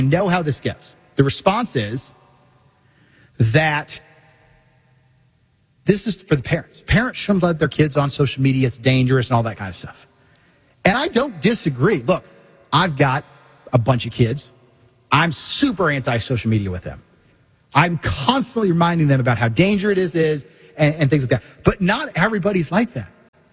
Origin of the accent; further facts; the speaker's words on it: Missouri, United States; I'm from Missouri.